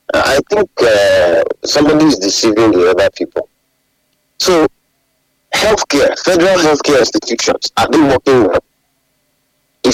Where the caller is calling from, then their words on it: Ibadan, Oyo, Nigeria; I'm calling from Oluyole.